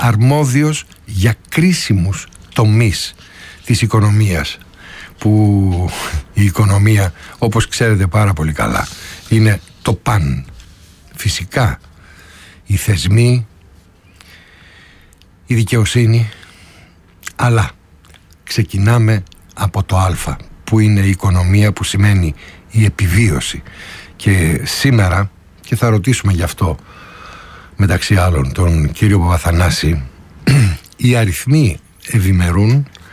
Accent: Western Greece, Greece; επειδή η καταγωγή σας είναι από κάτω, από την πατρίδα μου δηλαδή

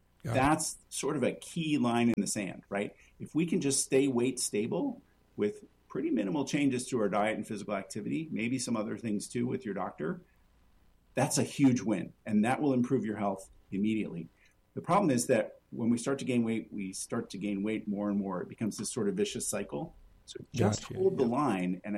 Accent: New York, United States; I'm a New Yorker as well.

